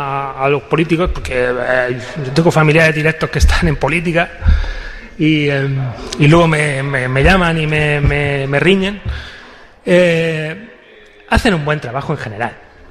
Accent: Lorca, Region of Murcia, Spain; aquí, afincado en Lorca, en mi pueblo, al que le tengo mucho cariño.

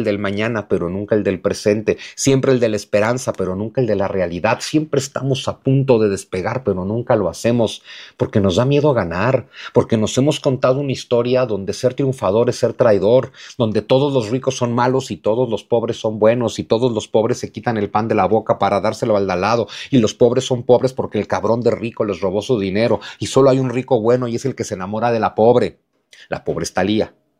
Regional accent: Mexico; el colectivo que somos como mexicano

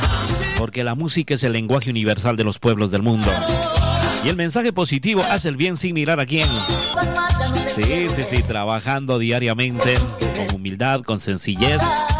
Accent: Ecuador; somos de cuatro sitios, ¿no? De la costa, Cielo Oriente y la región insular de Galápagos

